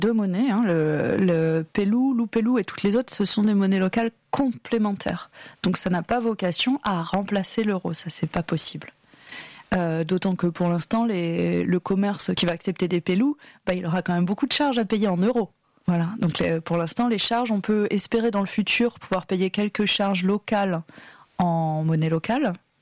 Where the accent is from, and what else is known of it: Glanges, Nouvelle-Aquitaine, France